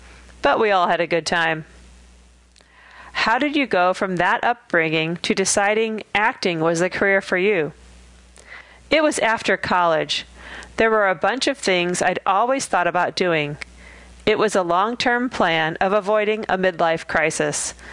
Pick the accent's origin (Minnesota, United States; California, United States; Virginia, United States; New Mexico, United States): California, United States; Modesto; born or raised there